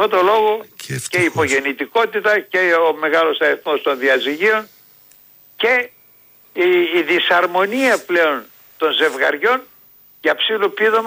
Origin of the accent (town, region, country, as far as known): Greece